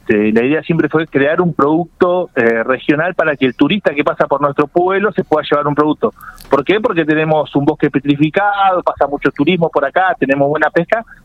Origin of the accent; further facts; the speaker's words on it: Sarmiento, Chubut, Argentina; En realidad nosotros somos una familia criada acá en la Patagonia. Ajá. Somos, bueno, de Sarmiento, estamos a 148 kilómetros de Comodoro Rivadavia, hacia el centro sur de la provincia del Chubut.